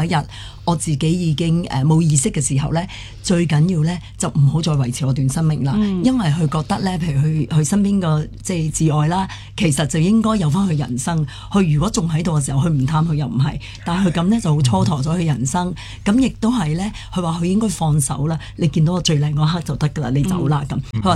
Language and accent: Cantonese; China; 因為其實有時我哋中國人都比較禁忌啦